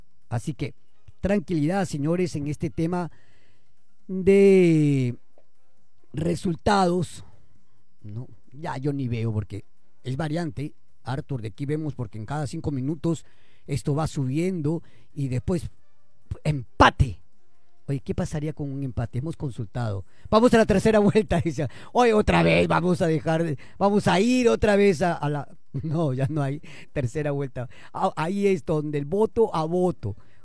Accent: Peru; como peruano, vamos a exigir quien resulte presidente o presidenta que cumpla

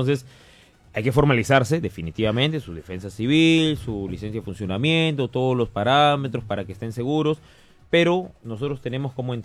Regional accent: Castilla, Piura, Peru; also born or lived in Lima; Yo nací en Lima. Un día como hoy hace 38 años, a la edad de 8 años vine aquí a mi querido Castilla, 30 años estudiando, luchando.

